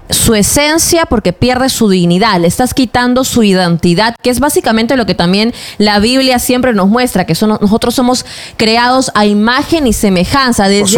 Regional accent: Peru

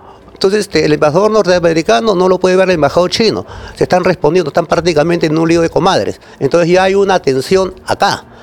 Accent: Peru

